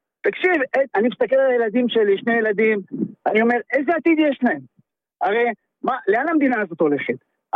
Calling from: Kiryat Malakhi, Southern District, Israel; מקרית מלאכי.

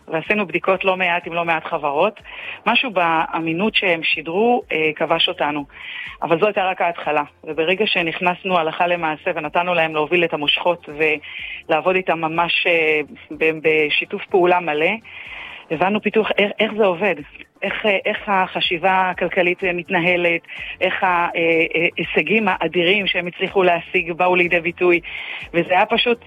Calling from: the Krayot, Haifa District, Israel; אני מהקריות.

